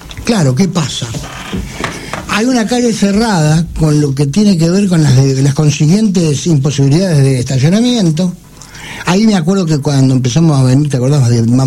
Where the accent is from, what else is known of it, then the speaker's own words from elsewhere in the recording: Buenos Aires, Argentina; Soy un viejo vecino de la zona, no soy de colegiales, pero soy de Villaortúzar, que está pegado al lado.